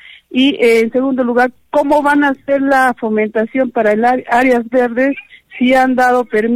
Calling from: Arequipa, Peru; de Caima.

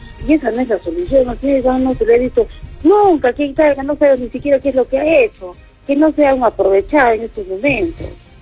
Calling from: Cayma district, Arequipa, Peru; acá del distrito de Caima

